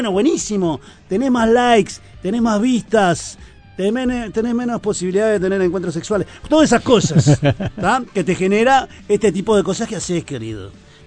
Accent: Uruguay

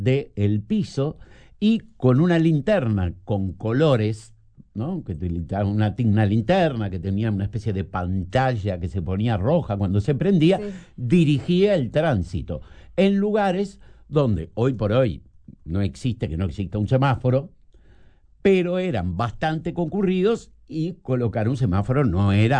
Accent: Montevideo, Uruguay; hablo de Montevideo porque es la ciudad donde nací y viví hasta el día de hoy

